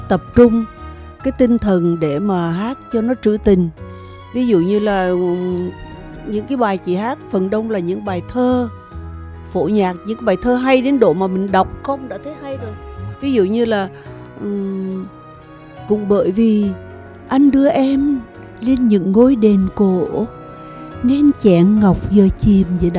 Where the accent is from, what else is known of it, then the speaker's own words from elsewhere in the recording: Huế, Thừa Thiên Huế, Vietnam; born there; Tại vì chị sinh ra ở Huế nhưng chị rất ít ở Huế, chị ở các tỉnh khác chứ không phải ở Huế.